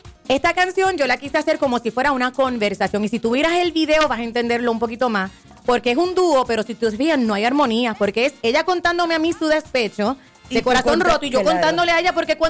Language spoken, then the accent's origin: Spanish; Fajardo, Puerto Rico; moved away; yo ando por el mundo entero, que yo digo que yo no soy de Puerto Rico, que yo soy caridura de Fajardo, pero yo estoy muy orgullosa de ser de este pueblo